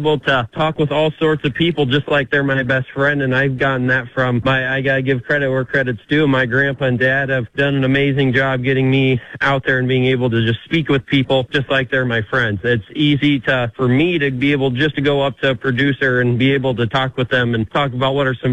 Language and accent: English; Wisner, Nebraska, United States; So I grew up in a small town of Wisner, Nebraska. I still live there about 8 miles north. I grew up raising show pigs and show chickens, and I still raise both of them to this day with my family.